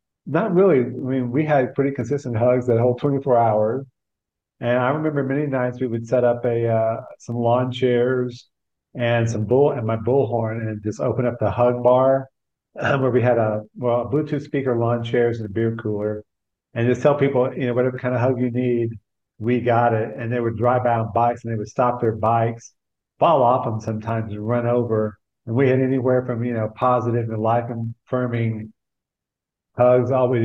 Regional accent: Texas, United States; Grew up in Texas, hence the name, or the moniker they gave me. And but grew up in small town Texas and was always the weird kid, the weird artist kid.

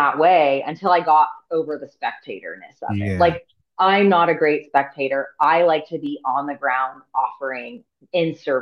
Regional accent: Bay Area, California, United States; moved away as an adult; now in Southern California, United States; I'm actually from the Bay Area. I just live in Southern California now because of life circumstances brought me here. But I'm from, like I said, the Northern California. So I lived up there until 2019, and then I moved here.

